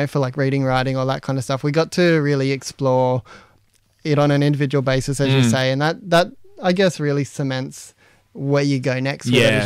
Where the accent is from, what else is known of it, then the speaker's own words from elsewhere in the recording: Katherine, Northern Territory, Australia; now in Sydney, Australia; I'm a Wiradjuri fella. I grew up in Katherine in the Northern Territory, but my mum were around Narromine, Dubbo area. I'm a writer, presenter, living here in Sydney.